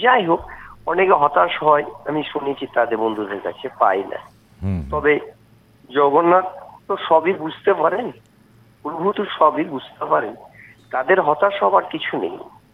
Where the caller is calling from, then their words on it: West Bengal, India; আমি পশ্চিমবঙ্গ বীরভূম থেকে